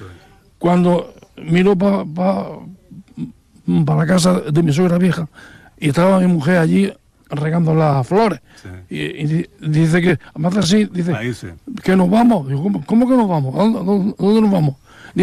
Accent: Sorbas, Andalusia, Spain; Yo soy nacido en el río de agua, yo pertenezco a Sorba.

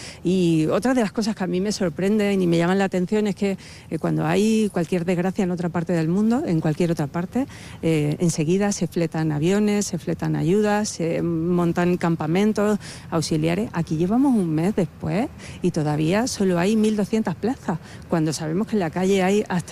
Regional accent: Ceuta, Spain; Nos lo merecemos, tenemos derechos, somos españoles.

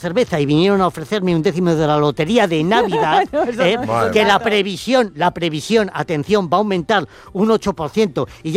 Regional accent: Fermoselle, Castile and León, Spain; Y es el incendio de mi tierra, en Fermoselle.

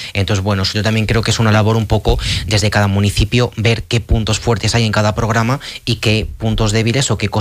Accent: Fuentes de Oñoro, Castile and León, Spain; Yo me quedaría con las de Fuentes de Oñoro, ya no por ser de allí, sino porque creo que además el ambiente es muy diferente al del resto, porque estás en una zona de que viene también gente de Portugal, sabemos que está justo en el límite con la frontera

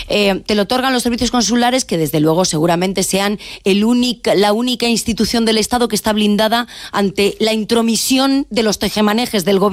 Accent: Galicia, Spain; yo como gallega no puedo votar en unas elecciones municipales y autonómicas en Galicia

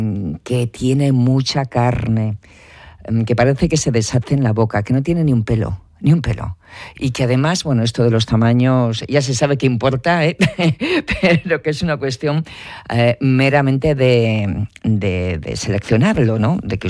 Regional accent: Cabezón de la Sal, Cantabria, Spain; yo que soy del área de Cabezón de la Sal

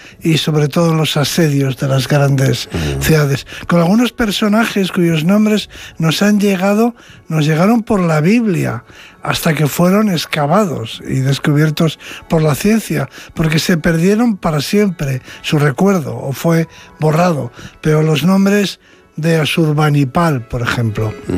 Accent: Spain; Me confirma en lo que siempre he pensado, de que somos los españoles un pueblo culto.

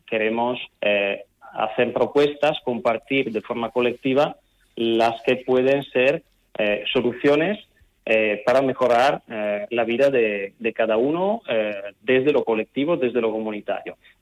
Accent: Italy; now in Spain; personalmente soy italiano

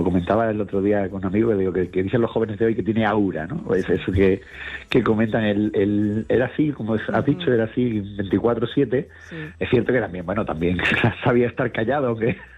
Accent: Cádiz, Andalusia, Spain; No, yo además me crié en Cádiz, con lo cual

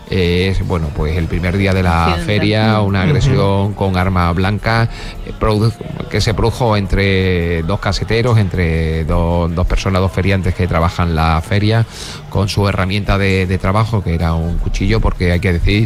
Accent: Málaga, Andalusia, Spain; born there; yo estoy encantado de vivir en Málaga, soy malagueño de nacimiento

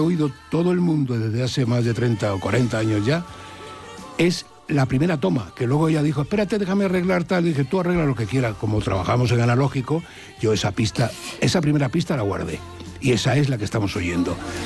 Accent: Havana, Cuba; es que yo los conocía cuando era niño, porque en La Habana había un circo de ellos, y yo claro. iba a ese circo con 6, 7 años

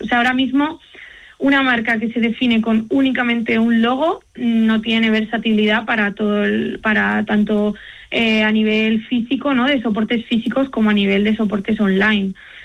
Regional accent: Castile and León, Spain

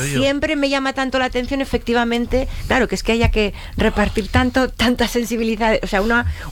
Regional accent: Navarre, Spain; moved away; Y yo que vengo de Navarra

